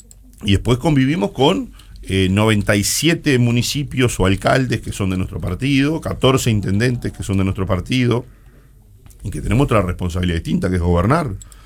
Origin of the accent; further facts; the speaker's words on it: Uruguay; me preocupan como uruguayo